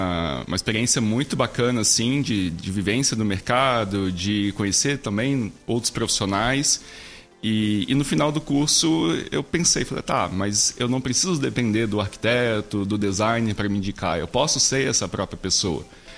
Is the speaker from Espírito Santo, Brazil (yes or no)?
yes; Espírito Santo, Brazil; also born or lived in interior of Rio de Janeiro state; now in Curitiba, Brazil; Sou do Espírito Santo, mas estudei no interior do Rio.